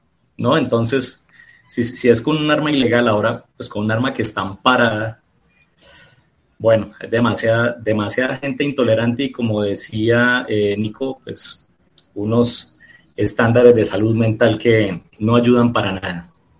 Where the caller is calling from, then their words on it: Medellín, Antioquia, Colombia; Yo vivo en Medellín